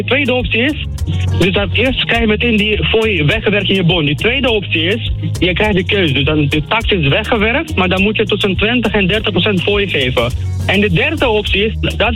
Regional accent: Romania; now in Netherlands; Ik ben zelf Roemeens. Ik woon 17 in Nederland.

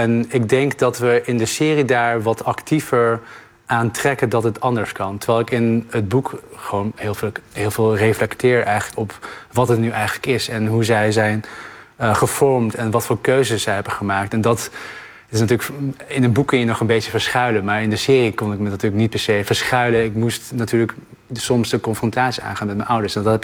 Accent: Netherlands; toen ik in Nederland hier opgroeide, ja, ik ben hier geboren en hier naar school ging, dan werd mij altijd duidelijk gemaakt dat ik anders was.

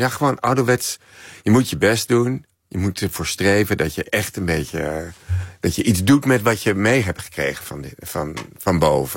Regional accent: Amstelveen, North Holland, Netherlands; bibliotheek in Amstelveen, waar ik opgroeide

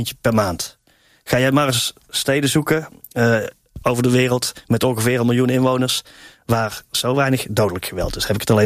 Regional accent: Tilburg, North Brabant, Netherlands; accent: soft g; now in Amsterdam, Netherlands; Ik voel me wel een Amsterdammer. Mijn Tilburger in Amsterdam. Maar maakt mij niet uit hoe ze me noemen. Ik hou ook mijn zachte geetje natuurlijk wel even.

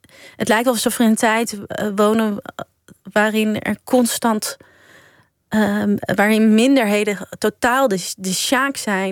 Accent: Nieuwegein, Utrecht, Netherlands; Nee, ik kom ook uit Nieuwegein oorspronkelijk.

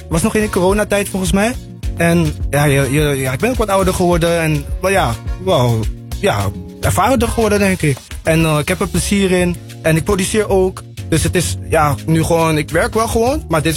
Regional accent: Emmeloord, Flevoland, Netherlands; Kijk, ik kom uit Emmeloord. Dat is in Flevoland, dus boven Lelystad. Maar ik ben wel veel in de stad nu.

